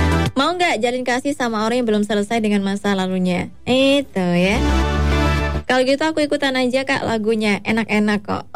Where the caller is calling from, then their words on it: Pasuruan, East Java, Indonesia; aku dari Pasuruan Kota.